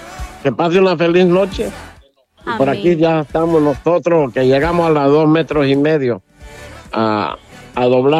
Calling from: Honduras; Aunque yo soy catracho. Catracho, pero tengo algo de Nicaragua.

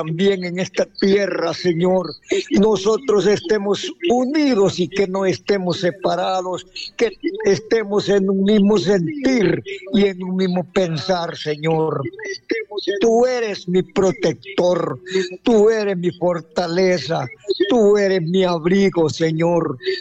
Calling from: Juticalpa, Olancho, Honduras; De aquí, de Juticalpa, una aldea de Galope

